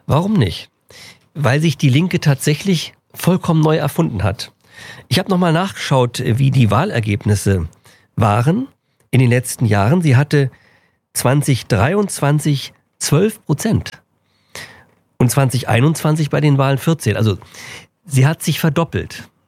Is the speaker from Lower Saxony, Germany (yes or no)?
no; Berlin, Germany; ich bin Berliner von Geburt und habe die meiste Zeit meines Lebens hier verbracht